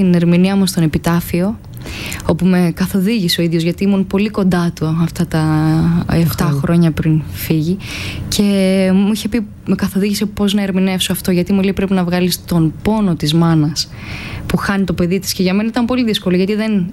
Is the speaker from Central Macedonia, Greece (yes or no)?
no; Chania, Crete, Greece; Ναι, γεννήθηκα στα Χανιά της Κρήτης, σε ένα σπίτι, σε μια πολύ τεκνική οικογένεια, με πάρα πολύ μουσική